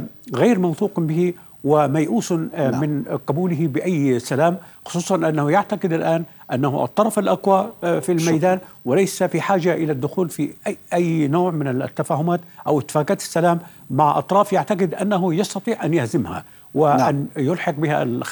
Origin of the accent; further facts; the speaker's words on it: Yemen; قناعتي كيمني